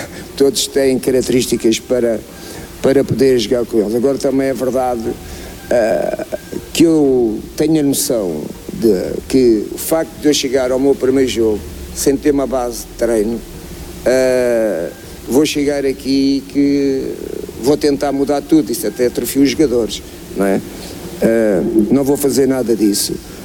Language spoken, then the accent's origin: Portuguese; Portugal; Sou português, amo o meu país.